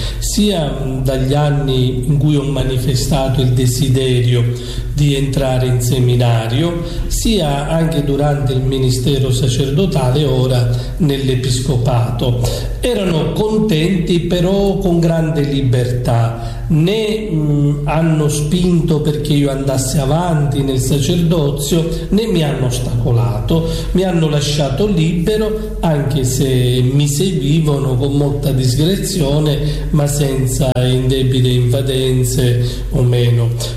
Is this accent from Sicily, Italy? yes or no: yes; Sicily, Italy; perché provengo dalla diocesi di Acerriale.